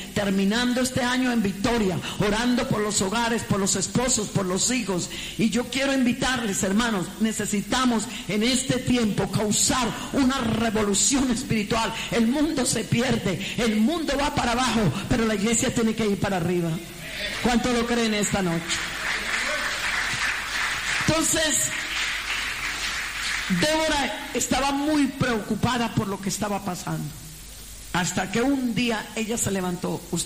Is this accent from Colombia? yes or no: yes; Colombia; como decimos en Colombia, yo tengo, pues claro, soy colombiana, algunos dichos.